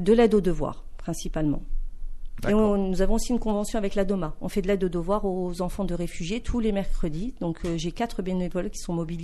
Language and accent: French; Gourincourt, France; je parle souvent de Gourincourt, c'est parce que je suis originaire de Gourincourt